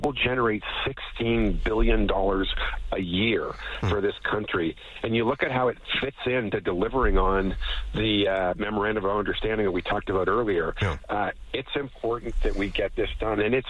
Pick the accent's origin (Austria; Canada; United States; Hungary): Canada; Western Canada; as somebody who's from the West and have family here